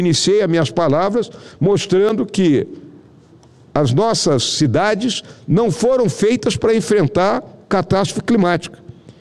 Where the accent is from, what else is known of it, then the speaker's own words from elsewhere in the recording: Rio Grande do Sul, Brazil; isso tanto lá no meu estado do Rio Grande do Sul e também lá em Santa Catarina, senador Amin?